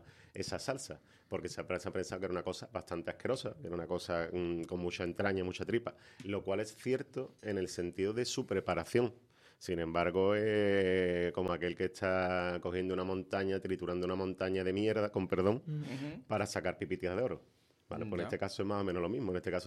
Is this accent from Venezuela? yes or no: no; Cádiz, Andalusia, Spain; los federates, que somos los gaditanos